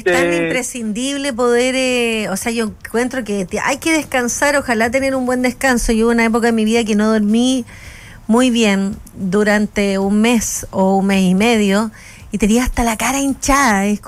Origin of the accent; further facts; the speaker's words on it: Antofagasta, Chile; yo soy del barrio de la Avenida Argentina, por ahí, Avelino Contardo, Pupín, ya. Ese sector, Antonino Toro.